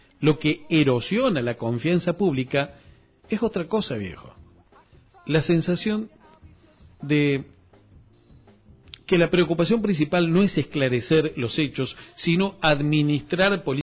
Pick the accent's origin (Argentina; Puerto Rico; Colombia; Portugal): Argentina